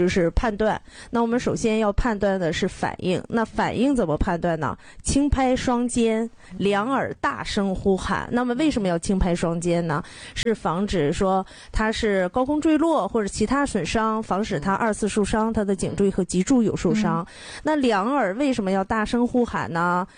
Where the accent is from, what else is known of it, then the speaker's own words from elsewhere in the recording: Dalian, Liaoning, China; 就咱们大连话叫心口窝了。